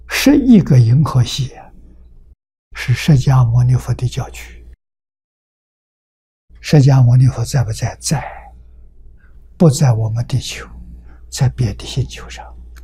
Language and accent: Chinese; China; 我们中国人算虚岁